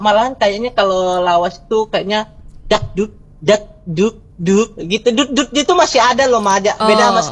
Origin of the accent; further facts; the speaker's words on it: Bandar Lampung, Lampung, Indonesia; Aku aslinya Bandar Lampung, Lampung paling ujung